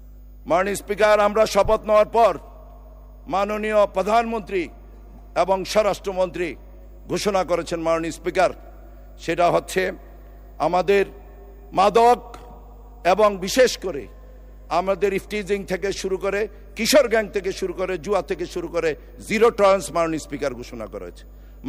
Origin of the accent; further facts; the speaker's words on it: Comilla, Chittagong Division, Bangladesh; born there; আমি কুমিল্লার সন্তান